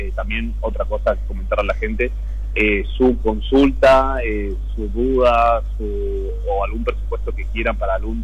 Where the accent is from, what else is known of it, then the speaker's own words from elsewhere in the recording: Puerto Iguazú, Misiones, Argentina; De Iguazú, sí, yo, bueno, porque soy de Iguazú, sí.